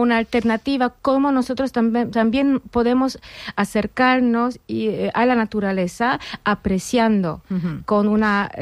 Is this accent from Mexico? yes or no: no; Kraków, Lesser Poland, Poland; Spanish is a second language; now in Madrid, Spain; yo vengo de ahora de Madrid, pero yo soy de Cracovia, entonces del sur de Polonia